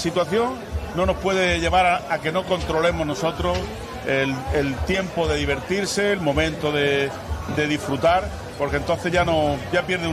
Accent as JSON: {"language": "Spanish", "town": "Cardeña", "region": "Andalusia", "country": "Spain", "said": "también al ser de un pueblo pequeño, la única diversión, yo soy de Cardeña"}